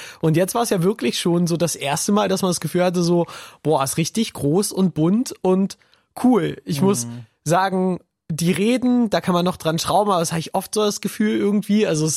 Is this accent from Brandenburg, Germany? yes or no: yes; Potsdam, Brandenburg, Germany; weil bei uns in Potsdam war es ja eher so, auch so klein und kuschelig, ne?